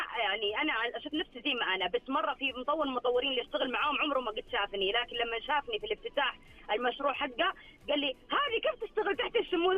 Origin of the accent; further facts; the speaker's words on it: Jeddah, Makkah Province, Saudi Arabia; عشان إحنا من جدة، أكثر أهل جدة يعتمروا ويرجعوا